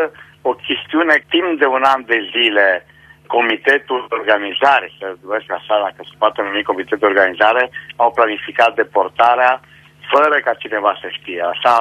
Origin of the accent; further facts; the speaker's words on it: Banat, Romania; Numele, eu sunt bănățean și bunicii mei au fost din Sinicolau Mare.